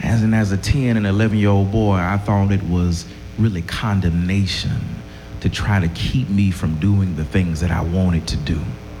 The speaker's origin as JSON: {"language": "English", "town": "Emmaus", "region": "Pennsylvania", "country": "United States", "tie": "born or raised there", "said": "Growing up in Emmaus, we didn't have a whole lot in terms of tangible things."}